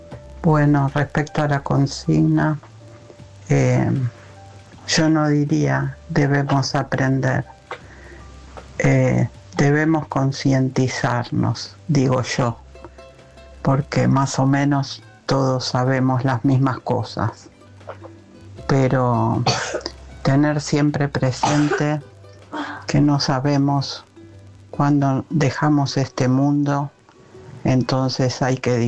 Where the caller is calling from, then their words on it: Buenos Aires, Argentina; de Villa del Parque.